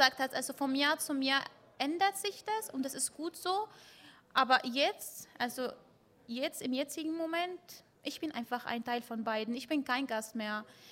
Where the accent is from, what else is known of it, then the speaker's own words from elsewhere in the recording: Bavaria, Germany; ich komme aus der Nähe von Würzburg